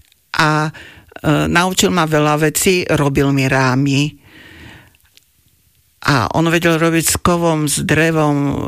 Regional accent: Bratislava, Bratislava Region, Slovakia; A ja som vyrastala teda pod Slavínom

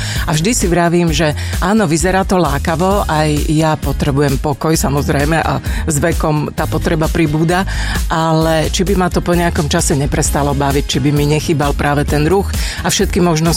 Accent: Sečovce, Košice Region, Slovakia; born there; v Sečovciach, v mojom rodisku

